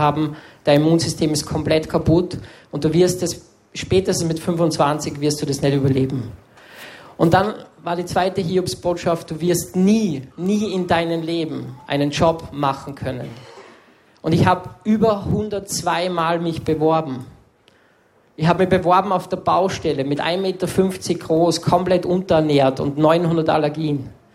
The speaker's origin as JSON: {"language": "German", "region": "Salzburg", "country": "Austria", "said": "Und dann bin ich am Mönsberg gegangen, bei uns in Salzburg, wo die ganzen Touris oben stehen und Fotos machen."}